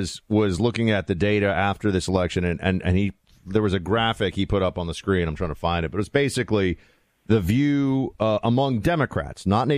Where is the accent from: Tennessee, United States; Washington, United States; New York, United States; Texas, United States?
New York, United States; I'm from New York.